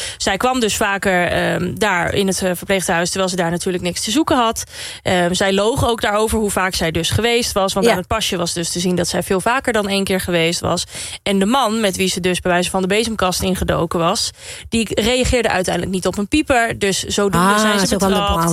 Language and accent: Dutch; Overijssel, Netherlands; ik kom zelf uit Twente